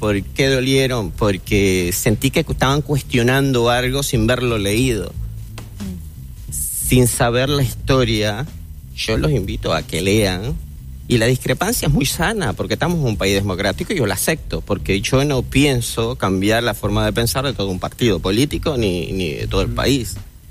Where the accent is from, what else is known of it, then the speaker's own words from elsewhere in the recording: Uruguay; born there; Uruguay, yo nací acá en el Uruguay